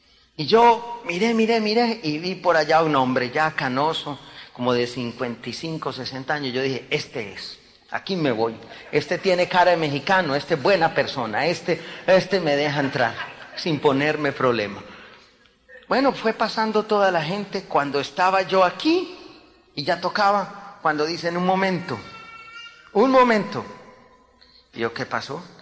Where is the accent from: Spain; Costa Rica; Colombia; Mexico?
Colombia; Medellín, Antioquia; Yo soy colombiano